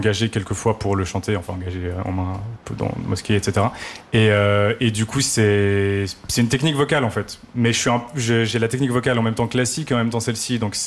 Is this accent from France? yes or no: no; Switzerland; born there; Mais j'y vis depuis toujours, et enfin, il y a eu des pauses. Donc, la Suisse, c'est plus une sorte de terre d'accueil, que ce soit pour ma famille ou moi, à la suite de la guerre d'Algérie, en vrai, dans les années 60.